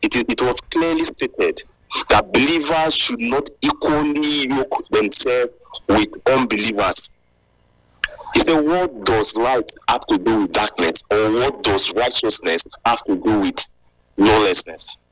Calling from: Ugbo, Nigeria; I'm calling from Ugbo.

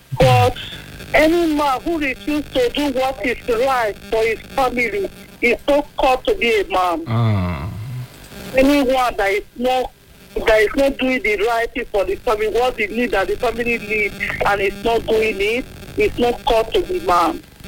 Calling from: Algeria; I'm calling from Algeria.

